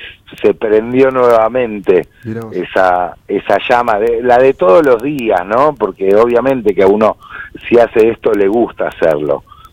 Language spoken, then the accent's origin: Spanish; Río Gallegos, Santa Cruz, Argentina; moved away; Yo estoy muy conectado con Gallegos. Mis amigos entrañables son los de mi infancia, los del secundario, los del Salesiano. También los del Hispano